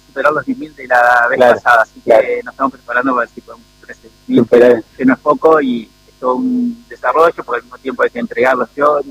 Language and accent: Spanish; Viale, Entre Ríos, Argentina; born there; tengo donde nací en Viale, tengo un pequeño lugar donde procesamos la carne.